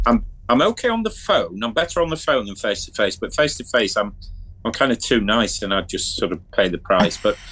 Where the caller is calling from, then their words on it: Yorkshire and the Humber, United Kingdom; I'm a Yorkshireman, so we're sort of known for being tight, aren't we?